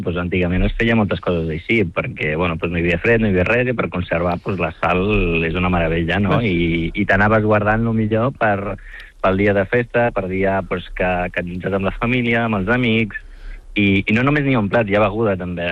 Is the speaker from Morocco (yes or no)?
yes; Morocco; perquè jo vinc del nord del Marroc